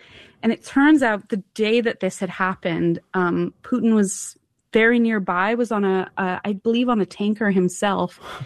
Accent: Calgary, Alberta, Canada; I'm from Calgary, Alberta, so I'm from a place not so different than your listeners.

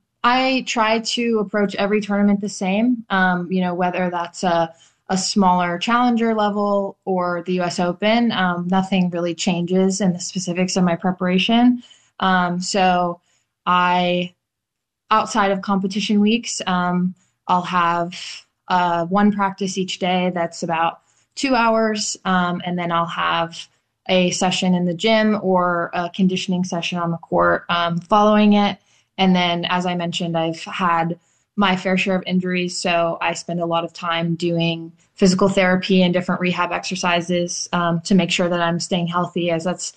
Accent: Whitewater, Wisconsin, United States; So there are two community tennis courts in my hometown of Whitewater, Wisconsin

